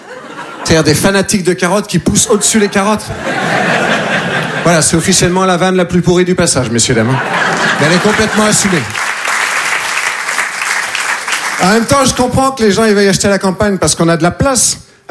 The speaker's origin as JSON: {"language": "French", "region": "Nouvelle-Aquitaine", "country": "France"}